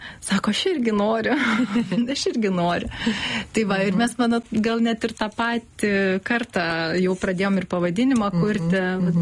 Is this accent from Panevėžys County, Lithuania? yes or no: yes; Panevėžys, Panevėžys County, Lithuania; Taip, aš iš Panevėžio.